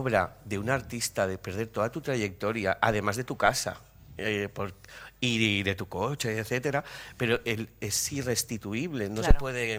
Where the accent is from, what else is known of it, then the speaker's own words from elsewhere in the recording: Algemesí, Valencian Community, Spain; Yo soy d'Algemesí